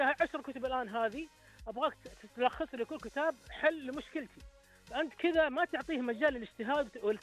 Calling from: Jeddah, Makkah Province, Saudi Arabia

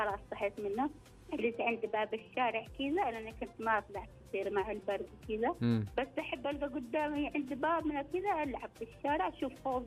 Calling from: Sabya, Jazan Province, Saudi Arabia; أنا من الجنوب من محافظة صبيا.

